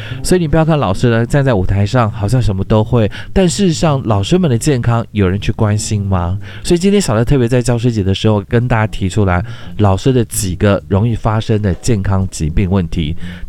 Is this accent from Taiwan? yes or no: yes; Taiwan; 肝病呢是我们台湾人的国病